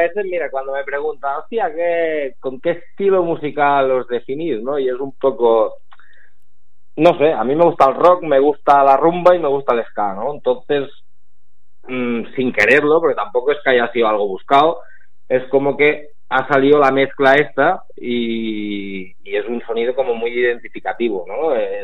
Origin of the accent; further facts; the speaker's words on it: Vilafranca del Penedès, Catalonia, Spain; nosotros somos de Vilafranca del Penedès, al lado de Barcelona, y somos un pueblecillo, ¿no?